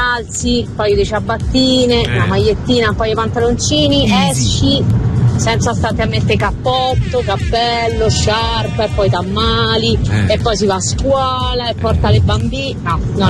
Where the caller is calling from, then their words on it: Rome, Lazio, Italy